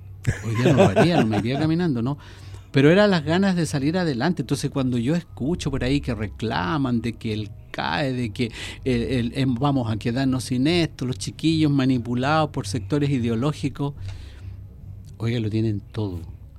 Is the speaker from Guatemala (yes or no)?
no; Rosario, O'Higgins, Chile; Yo nací en la casa, en Apalta, ahí en Rosario.